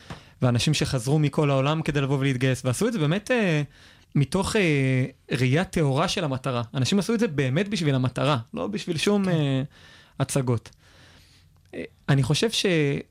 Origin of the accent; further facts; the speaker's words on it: Hod HaSharon, Central District, Israel; אני גדלתי בהוד השרון. גדלתי לזוג הורים שבמקור הם מאיראן